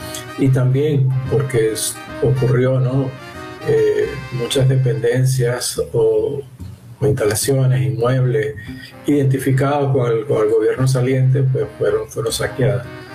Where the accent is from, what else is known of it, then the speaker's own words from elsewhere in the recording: Venezuela; soy hijo de un venezolano de mi mismo nombre que vino navegando desde la isla de Margarita, atraído por el momento petrolero nacional.